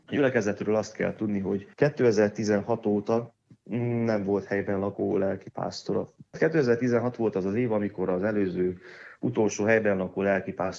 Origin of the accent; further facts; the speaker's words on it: Carei, Satu Mare County, Romania; mivel Bámospécs nincs olyan távol, sem Debrecentől, sem az én szülővárosomtól, Nagykárolytól, tehát így úgy gondoltam, hogy hát miért ne.